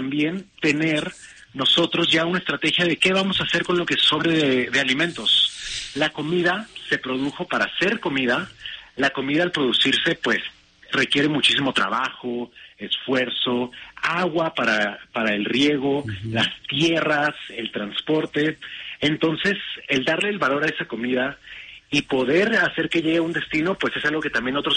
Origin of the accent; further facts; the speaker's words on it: Mexico; somos mexicanos